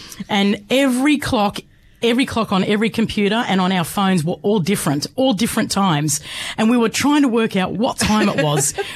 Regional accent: Bega, New South Wales, Australia; born or raised there

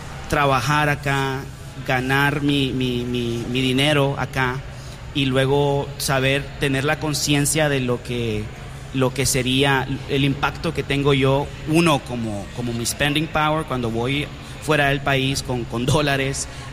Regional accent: Nicaragua; porque soy nicaragüense y en Nicaragua desaparecen gente por eso.

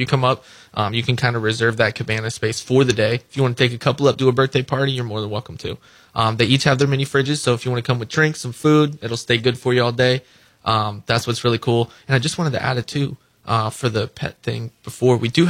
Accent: St. Petersburg, Florida, United States; moved away as an adult; now in Palm Coast, United States; I was born and raised in St. Peter area, which is pretty rare.

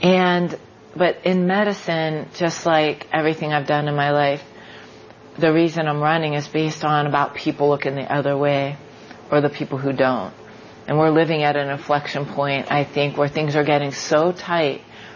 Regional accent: Youngstown, Ohio, United States; I am an Ohio girl through and through. I grew up in Youngstown, Ohio, and my grandfather came here like a lot of folks from Europe to escape persecution, ended up in Youngstown in the steel mills.

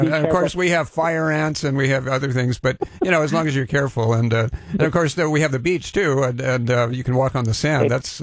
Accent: Hawaii, United States; as we would say where I grew up in Hawaii, just walking barefoot.

